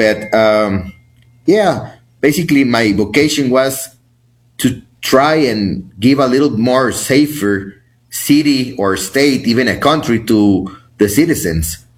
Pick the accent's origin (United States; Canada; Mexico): Mexico